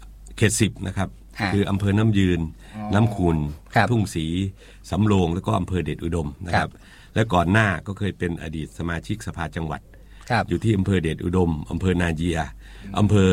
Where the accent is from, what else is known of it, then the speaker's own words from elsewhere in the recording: Ubon Ratchathani, Thailand; born there; ผมเป็นคนอุบลโดยกำเนิดนะครับเกิดมาได้แป๊บเดียว65ปีแล้วนะครับเกิดอยู่ที่นี่นะครับ